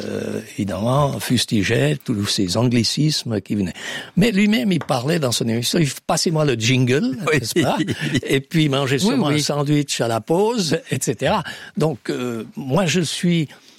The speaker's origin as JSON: {"language": "French", "region": "Fribourg", "country": "Switzerland", "said": "je viens de Fribourg où nous parlons ce qu'on appelle le Bolz, c'est-à-dire le mélange des deux langues allemand et français du coin."}